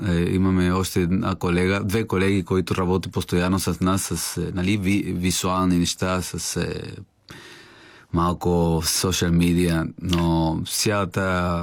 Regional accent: Peru; Bulgarian is a second language; now in Bulgaria; Българин. И може след 10 години съм повече българин от перуански. Защото, нали, много време съм живее тук

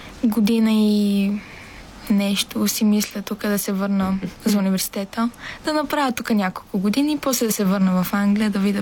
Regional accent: England, United Kingdom; also born or lived in Bulgaria; По-си го чувствам като дом, отколкото в Англия. Дори там, че съм отрасла и нали, живея там от то почти целия ми живот.

